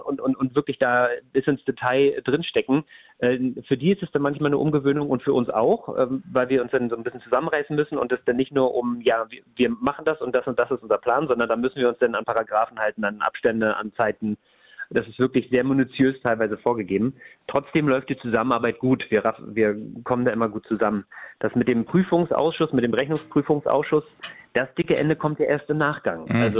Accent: Neustrelitz, Mecklenburg-Vorpommern, Germany; moved away as an adult; also born or lived in Berlin / Madrid; gebürtig in Neustrelitz, habe dann nach dem Abitur in Berlin und in Madrid studiert. Habe dort jetzt viel zu lange gearbeitet und bin jetzt gerade dabei, mit meinem Partner wieder zurück in meine Heimat zu ziehen, nach Mecklenburg-Vorpommern

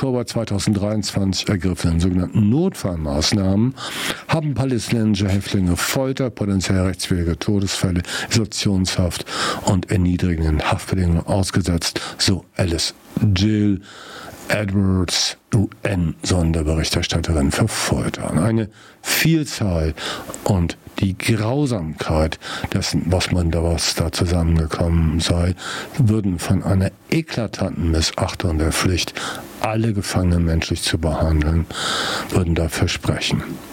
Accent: Germany

